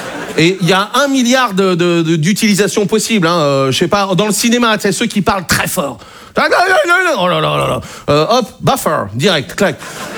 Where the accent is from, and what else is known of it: Brittany, France